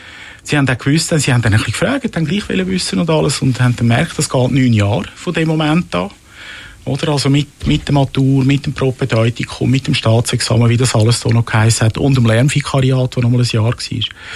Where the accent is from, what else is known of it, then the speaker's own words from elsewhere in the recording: Rümlang, Zurich, Switzerland; Ich bin zu Römlang, wo ich aufgewachsen bin, früh sozialisiert worden